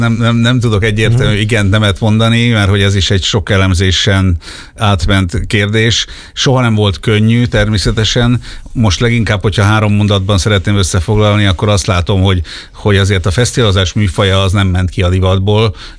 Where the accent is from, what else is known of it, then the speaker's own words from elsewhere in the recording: Sopron, Győr-Moson-Sopron, Hungary; Sopronban, én Soproni vagyok